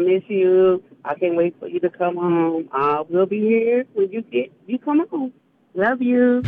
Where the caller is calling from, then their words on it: Tulsa, Oklahoma, United States; I'm calling from Tulsa, Oklahoma.